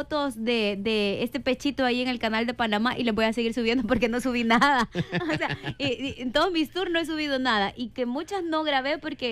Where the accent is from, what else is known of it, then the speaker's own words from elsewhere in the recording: Puerto Rico; Es que como que soy puertorriqueña, he venido hablando, sí.